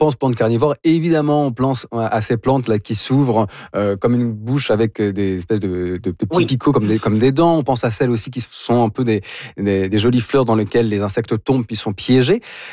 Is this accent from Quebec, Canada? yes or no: no; Ontario, Canada